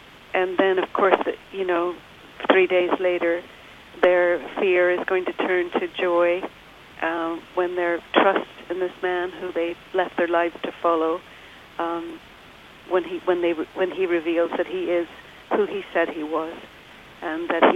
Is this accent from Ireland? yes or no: yes; Ireland; moved away; When I was a girl growing up in Ireland